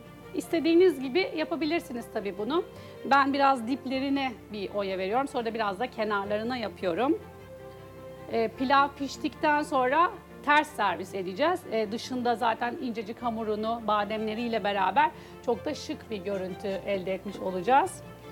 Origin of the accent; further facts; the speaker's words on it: Istanbul, Turkey; Ben başta da bahsettiğim gibi doğma büyüme İstanbulluyum. Annem de aynı şekilde.